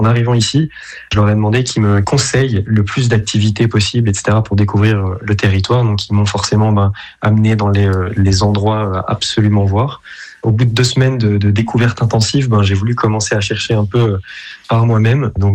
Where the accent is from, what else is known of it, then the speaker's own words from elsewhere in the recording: Belgium; moved away as an adult; now in Ardèche, France; Moi, je viens de Belgique. Je suis arrivé en Ardèche il y a un peu plus de 2 ans maintenant.